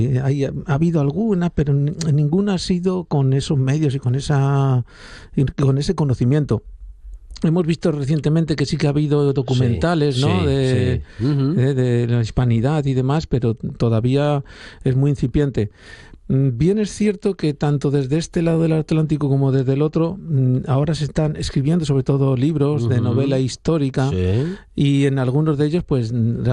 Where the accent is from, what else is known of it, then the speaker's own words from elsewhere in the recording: Spain; yo a veces me siento más español allí que aquí.